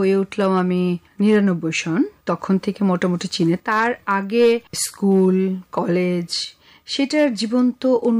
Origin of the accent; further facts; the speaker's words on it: Ashulia, Dhaka Division, Bangladesh; আমার যে ভালো লাগার মুহূর্ত যদি বলেন, সেটা হচ্ছে আমার আশুলিয়াতে আমার ছোটবেলাটা। তখন পুরুদমে একটা গ্রাম ছিল, আমাদের বিশাল পুকুর, একটা জমিদার বাড়ি, ওটা আমরা কিনে নিয়েছিলাম, আমার আব্বু চাচারা কিনেছে।